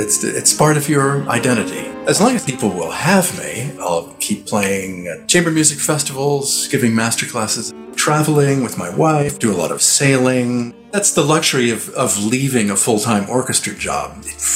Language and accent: English; New York, United States; I had grown up in the area